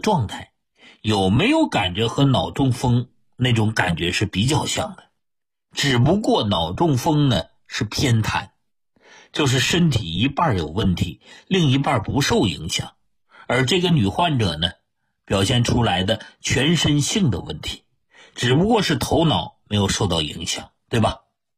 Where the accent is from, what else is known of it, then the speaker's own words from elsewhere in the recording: China; 你看西方人毛发比我们中国人厚